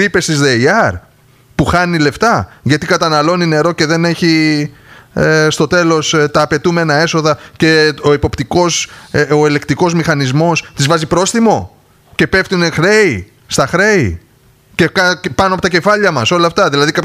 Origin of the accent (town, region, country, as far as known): Greece